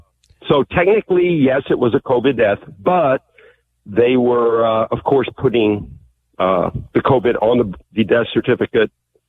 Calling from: San Antonio, Texas, United States; San Antonio, Texas, hospice nurse, in-home hospice care.

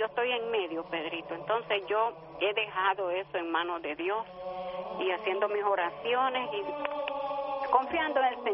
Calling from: New York City, New York, United States; Usted sabe que … del Bronx, Nueva York.

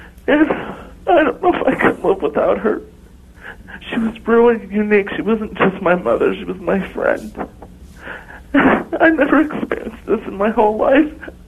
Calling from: Florida, United States

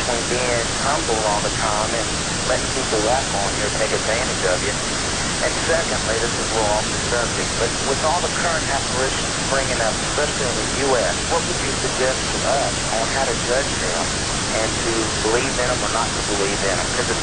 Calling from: Mississippi, United States; Mississippi.

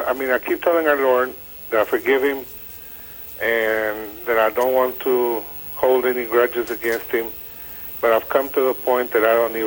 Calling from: Texas, United States; I'm calling you from Texas.

